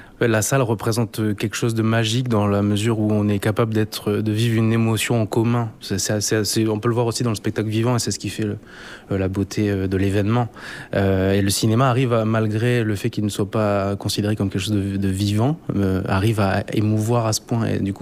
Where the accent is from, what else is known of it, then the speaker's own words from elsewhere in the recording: New Caledonia; en tant que calédonien